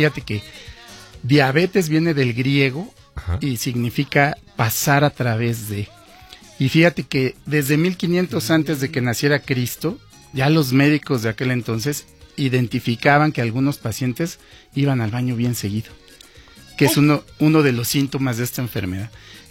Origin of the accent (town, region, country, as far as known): Mexico